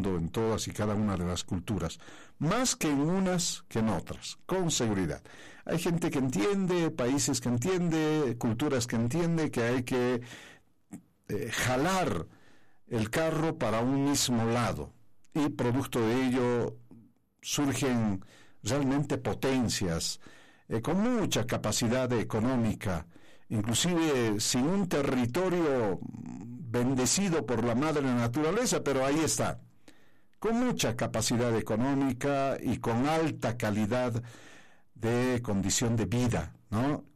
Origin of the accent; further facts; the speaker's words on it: Bolivia; nuestra querida Bolivia.